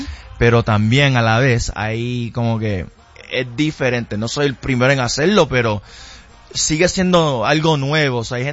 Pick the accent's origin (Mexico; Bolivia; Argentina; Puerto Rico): Puerto Rico; born or raised there